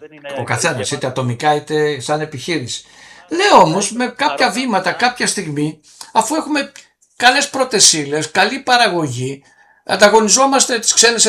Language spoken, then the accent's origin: Greek; Greece; Και εμείς εδώ σαν Έλληνες έχουμε ένα πείσμα